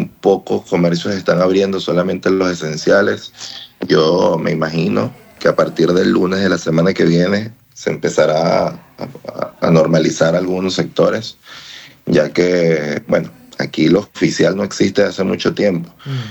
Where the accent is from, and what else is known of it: Venezuela